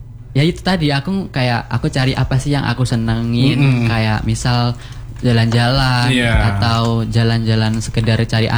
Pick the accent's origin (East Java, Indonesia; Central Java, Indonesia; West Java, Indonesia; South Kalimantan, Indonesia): East Java, Indonesia; Banyuwangi; born there; first language Javanese; now in Malang, Indonesia